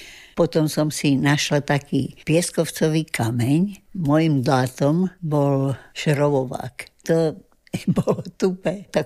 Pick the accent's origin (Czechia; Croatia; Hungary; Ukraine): Czechia; Zlín Region; now in Slovakia; Nepochádzame, pochádzam z Moravy, od Uherského Brodu.